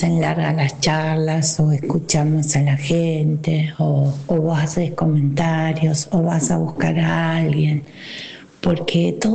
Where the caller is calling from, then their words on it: Rosario, Santa Fe, Argentina; de Rosario nuevamente